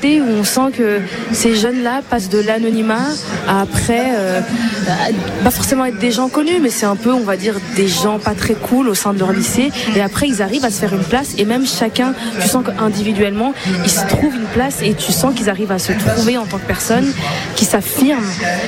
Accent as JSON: {"language": "French", "region": "Flanders", "country": "Belgium", "said": "J'ai commencé moi à faire des télécrochets très jeune, à l'âge de 13 ans, chez moi en Flandre."}